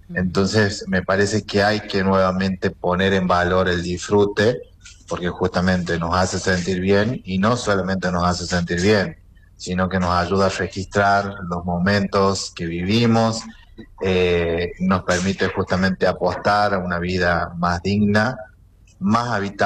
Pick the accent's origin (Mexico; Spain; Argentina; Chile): Argentina; el orgullo que hemos sentido como argentinos.